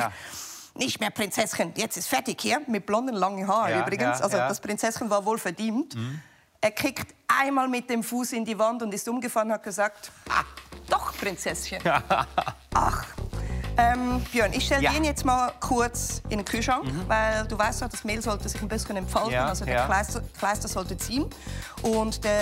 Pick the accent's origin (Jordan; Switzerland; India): Switzerland; born or raised there